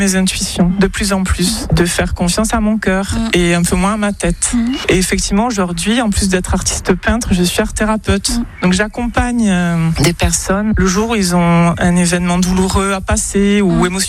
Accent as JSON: {"language": "French", "town": "Bayonne", "region": "Nouvelle-Aquitaine", "country": "France", "said": "j'ai 48 ans et je suis de Bayonne."}